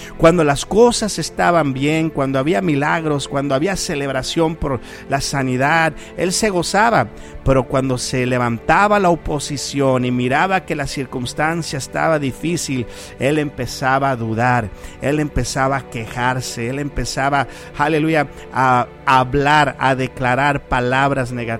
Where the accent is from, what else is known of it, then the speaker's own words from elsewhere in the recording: McAllen, Texas, United States; Nosotros vivíamos en McAllen, nacimos ahí en McAllen y viajábamos hasta Weslaco